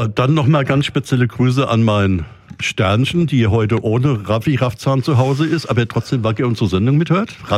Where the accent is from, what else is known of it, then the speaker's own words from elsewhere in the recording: Switzerland; moved away; ich bin ja Schweizer, wie schon so oft erwähnt.